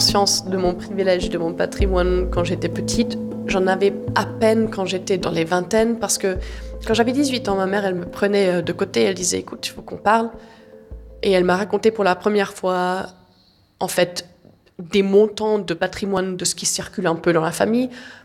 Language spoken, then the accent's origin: French; Vienna, Austria; J'ai 33 ans, j'habite à Vienne, j'ai toujours habité à Vienne